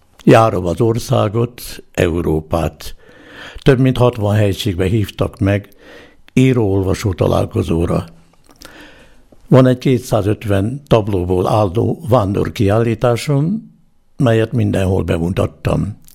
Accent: Budapest, Hungary; born there; Budapesten születtem 1930. április 16-án.

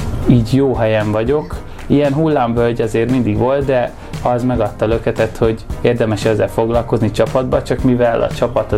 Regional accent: Budapest, Hungary; 13 éves voltam, Kőbányán nőttem fel a Pongrász telepen

